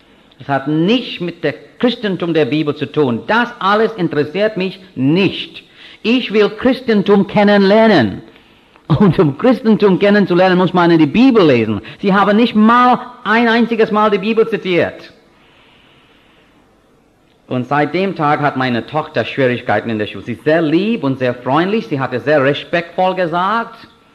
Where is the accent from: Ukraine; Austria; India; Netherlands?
India; now in Switzerland; Ich bin Inder, meine Frau ist Schweizerin.